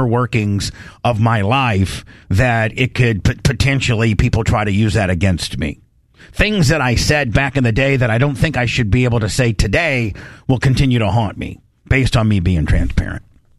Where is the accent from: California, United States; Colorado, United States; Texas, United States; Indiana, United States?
Indiana, United States; Warsaw; born or raised there